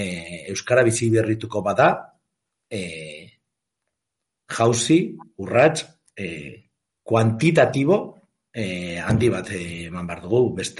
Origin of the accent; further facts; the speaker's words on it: Pamplona, Navarre, Spain; Eta zer esanik ez, ni iruindarra naiz, iruinean bizi naiz